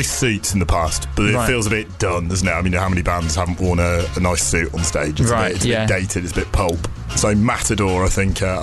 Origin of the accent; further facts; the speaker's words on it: South East England, United Kingdom; Al's from Leeds, Henry's from Cornwall, I'm sort of from Kent and things like that.